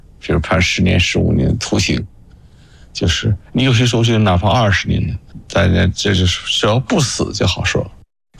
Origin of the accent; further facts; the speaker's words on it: Nanjing, Jiangsu, China; born there; 我是在南京出生的，出生以后照了这张照片。